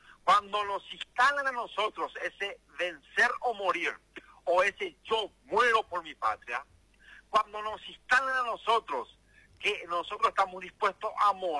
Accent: Paraguay

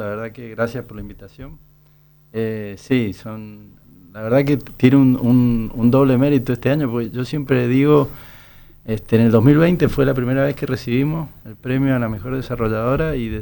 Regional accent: Mendoza, Argentina; Bueno, yo soy de Mendoza y mucha gente, muchas veces, por la forma en que hablamos los mendocinos, están pegados a Chile, me confunden

